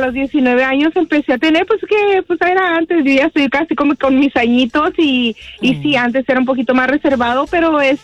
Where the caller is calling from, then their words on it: Chihuahua, Mexico; Yo soy de Chihuahua. Chihuahua.